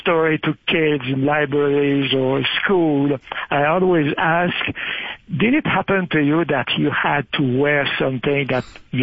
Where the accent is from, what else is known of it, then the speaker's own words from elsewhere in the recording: Sainte-Justine, Quebec, Canada; Yes, it was. It was like this. There was, as I tell in the story, there was the church, the school, and the skating rink.